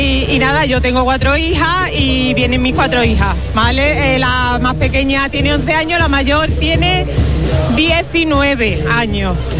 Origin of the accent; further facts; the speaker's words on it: Los Palacios y Villafranca, Andalusia, Spain; Yo soy de Los Palacios, un pueblo de Sevilla. Los Palacios muy conocidos porque tenemos 3 futbolistas que han estado en la selección.